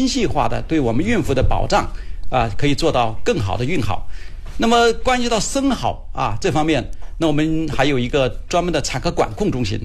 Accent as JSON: {"language": "Chinese", "town": "Foshan", "region": "Guangdong", "country": "China", "said": "所以我们佛山人应该还是想生啊，爱生敢生。"}